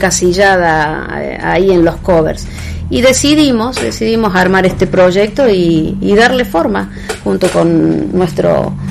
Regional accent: Unquillo, Córdoba, Argentina; la ciudad donde yo vivía. Yo soy de Córdoba.

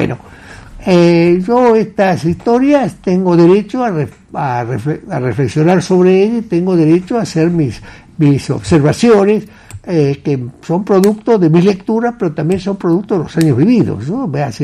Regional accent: Sunchales, Santa Fe, Argentina; moved away; cuando vivía en Sunchales, yo iba a la escuela donde éramos muy felices, con las maestras, con los chicos, donde aprendíamos el oficio de vivir. Iba a la escuela pública. Había 3 escuelas públicas en mi pueblo.

